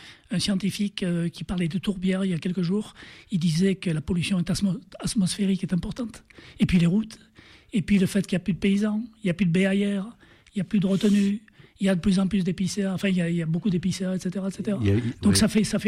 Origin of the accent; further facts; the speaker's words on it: Marseille, Provence-Alpes-Côte d'Azur, France; moved away; also born or lived in Ardèche; Moi j'habite à Marseille à l'époque